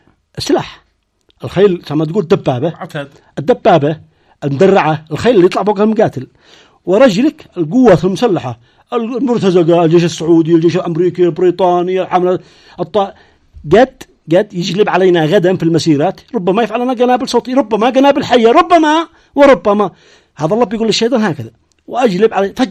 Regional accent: Yemen; شعبنا اليمني

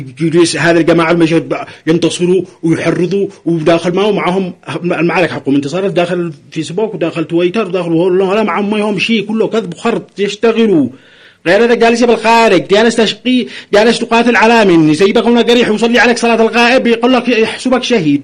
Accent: Yemen; نحن مجتمع يمني متماسك، ثقافة واحدة، دين واحد، أخلاق واحدة، عادة وتقاليد كل نفس الشيء

